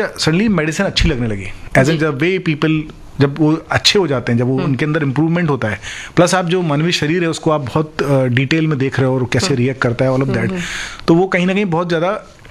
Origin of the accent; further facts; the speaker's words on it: Konch, Uttar Pradesh, India; also born or lived in Gwalior; now in Lucknow, India; जालौन जिले में एक छोटी सी जगह है कोंच, वहाँ पे मैंने अपनी 10+2 तक पढ़ाई की, उसके बाद एक साल ग्वालियर था, वहाँ से लखनऊ आ गए।